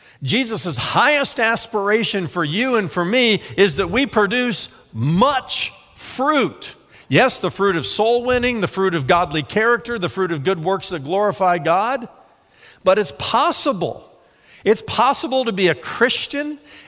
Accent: United States; I'm an American

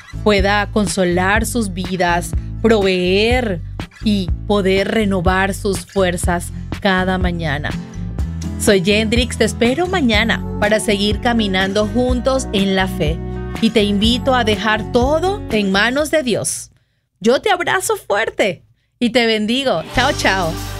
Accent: Venezuela; moved away; mi país, que extraño, que amo y que quisiera estar allá apoyando a toda mi familia.

